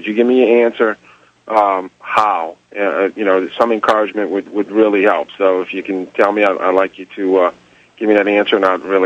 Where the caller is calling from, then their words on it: New Orleans, Louisiana, United States; I am calling from New Orleans, so you can imagine being a victim of Katrina and everything we've been through.